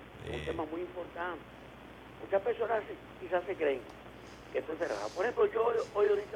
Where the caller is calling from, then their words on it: Valverde, Dominican Republic; provincia Valverde.